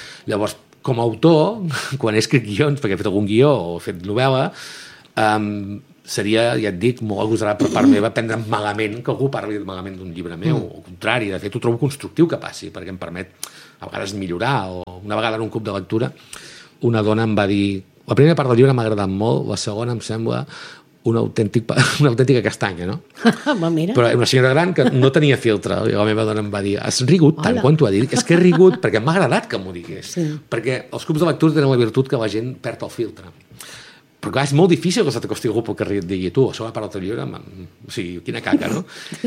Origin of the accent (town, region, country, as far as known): Girona, Catalonia, Spain; born or raised there